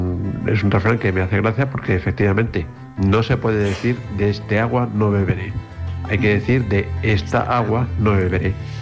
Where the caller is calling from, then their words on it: Madrid, Community of Madrid, Spain; llamo de Madrid.